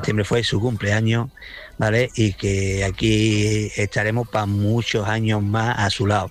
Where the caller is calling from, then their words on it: Bellavista, Spain; de Bellavista.